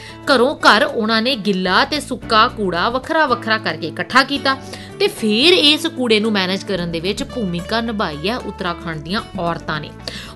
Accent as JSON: {"language": "Punjabi", "region": "Punjab", "country": "India", "said": "ਜਦੋਂ ਅਸੀਂ ਪੰਜਾਬ ਤੋਂ ਹਿਮਾਚਲ ਵੱਲ ਘੁੰਮਣ ਜਾਂਦੇ ਹਾਂ"}